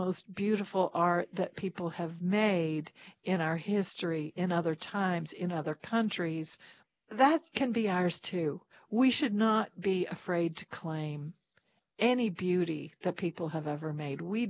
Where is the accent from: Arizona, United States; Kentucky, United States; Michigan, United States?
Kentucky, United States; born or raised there